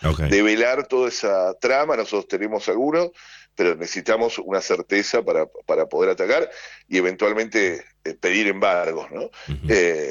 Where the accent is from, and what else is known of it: Argentina